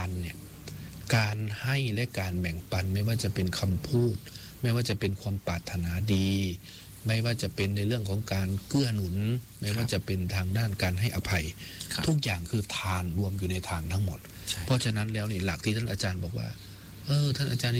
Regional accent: Isan, Thailand; เราเป็นลูกอีสาน

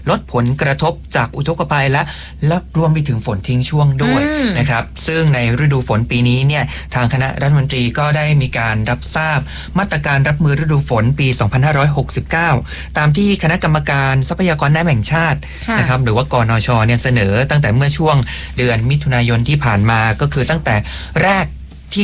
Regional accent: Surat Thani, Thailand; คนใต้แต่ว่าเป็นคนสุราษฎร

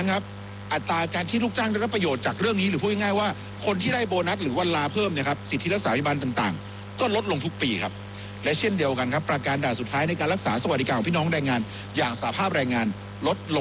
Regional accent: Eastern Thailand, Thailand; ผมในฐานะคนตะวันออกที่เจอมาก่อนครับ

